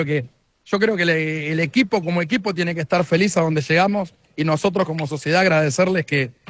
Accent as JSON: {"language": "Spanish", "town": "Avellaneda", "region": "Buenos Aires Province", "country": "Argentina", "tie": "born or raised there", "said": "De Palermo, de Avellaneda, todos mis amigos y me crié en Avellaneda."}